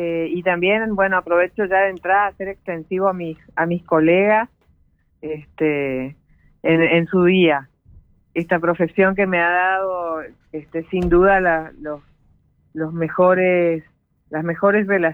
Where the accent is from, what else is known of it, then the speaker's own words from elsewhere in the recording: Paso de los Libres, Corrientes, Argentina; born there; De Paso de los Libres.